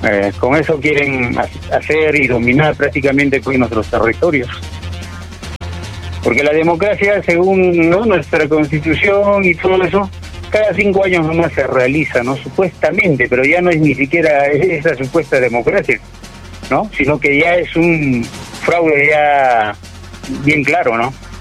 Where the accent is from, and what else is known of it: Arequipa, Peru